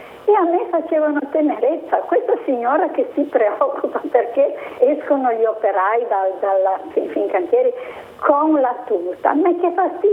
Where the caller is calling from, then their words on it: Genoa, Liguria, Italy; Sono di Voltri, sì.